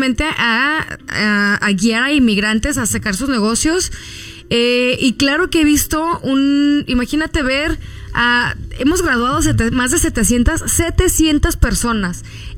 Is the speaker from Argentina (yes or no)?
no; Mexico; moved away; yo que soy mexicana